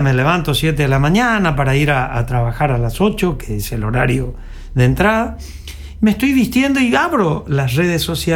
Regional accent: Burucuyá, Corrientes, Argentina; en mi infancia yo viví en Burucuyá

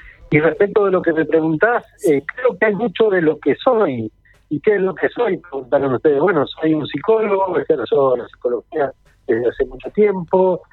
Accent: Corrientes, Argentina; now in Resistencia, Argentina; De hecho, yo soy correntino.

